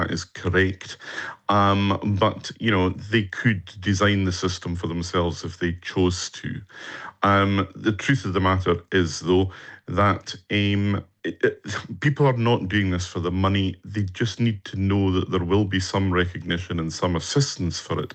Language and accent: English; Islay, Scotland, United Kingdom; I was born and brought up on Isla.